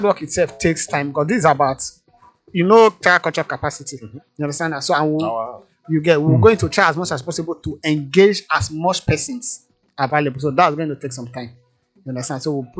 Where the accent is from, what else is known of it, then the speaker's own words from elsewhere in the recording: Delta, Nigeria; I come from Delta State actually, Ogara to be precise.